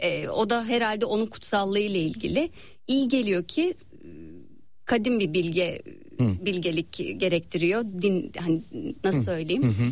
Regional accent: İzmir, Turkey; also born or lived in Tatvan, Bitlis; Ben İzmir'de büyüdüm. Babam Ziraat Bankası'ndan emekli. Dolayısıyla işte Afyon Daskarı, Dinar depremiyle beraber bir İzmir macerası.

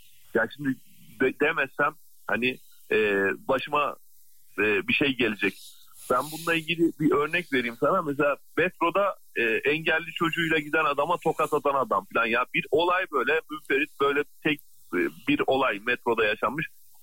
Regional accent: İskilip, Çorum, Turkey; Çorumlusum abi. Çorum İskilipliyim.

